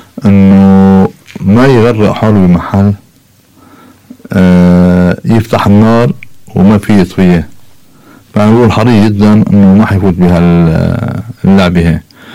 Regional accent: Akkar, Lebanon; نحن مثلا عنا هلا بمنطقتنا نحن فوق بجرد في منطقه خلاف عكاري

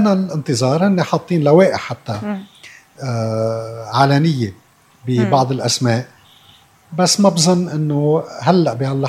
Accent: Lebanon; born there; أنا كمسلم سني أني خلقت بلبنان تعددي

